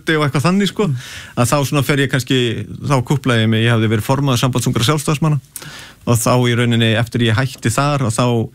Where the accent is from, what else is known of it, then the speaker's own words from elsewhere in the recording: Garðabær, Capital Region, Iceland; also born or lived in Breiðholt; Jú, ég alinu upp í Garðabæ hérna flutti tveggjara gamall úr Breiðholtinu og í Garðabæin